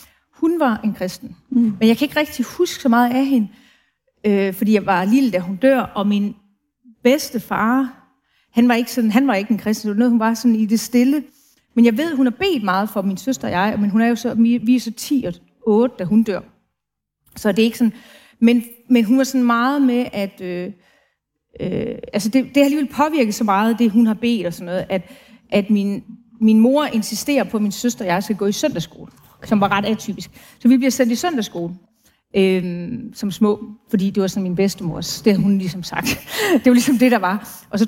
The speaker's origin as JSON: {"language": "Danish", "town": "Brønderslev", "region": "North Denmark Region", "country": "Denmark", "said": "Jeg er oprindeligt fra den nordligste del af Jylland. Ude på landet."}